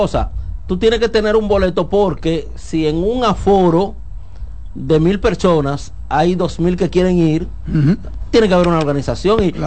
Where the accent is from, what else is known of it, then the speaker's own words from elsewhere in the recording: Dominican Republic; Nosotros los dominicanos